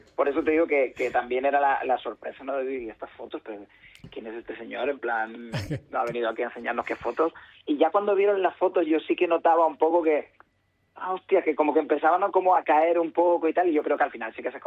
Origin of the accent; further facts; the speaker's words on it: Sant Pere de Ribes, Catalonia, Spain; Jo soy de Sant Pere de Ribes.